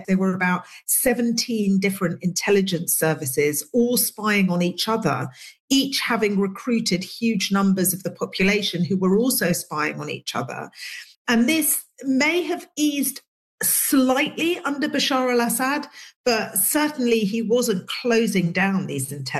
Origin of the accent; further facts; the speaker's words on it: England, United Kingdom; me and Asma were young girls growing up in England.